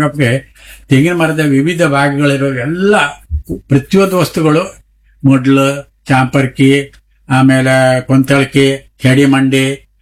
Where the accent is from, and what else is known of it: Karnataka, India